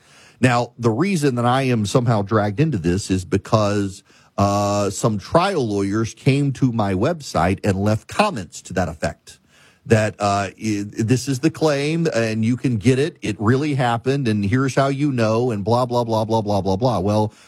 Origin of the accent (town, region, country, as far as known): Louisiana, United States